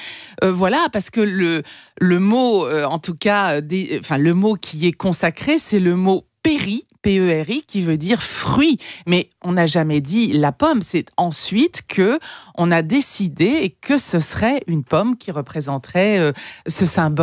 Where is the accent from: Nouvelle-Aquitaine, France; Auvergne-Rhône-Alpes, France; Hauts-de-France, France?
Hauts-de-France, France; Moi, je suis des Hauts-de-France.